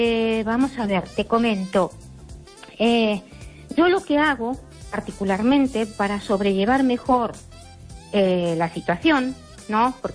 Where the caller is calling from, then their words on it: Ourense, Galicia, Spain; de Orense.